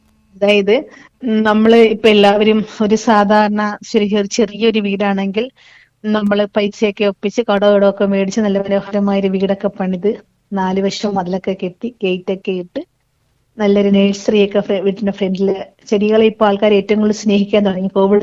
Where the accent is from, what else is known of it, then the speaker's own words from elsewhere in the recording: Kollam, Kerala, India; എന്റെ വീട് കൊല്ലത്തായിരുന്നു. അതായത് അന്ന് അവിടെ വയലായിരുന്നു.